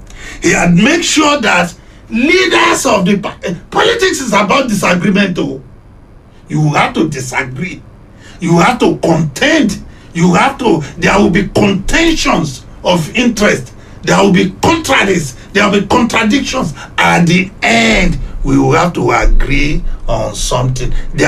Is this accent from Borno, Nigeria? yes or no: no; Ondo, Nigeria; I'm from Akoko Southwest.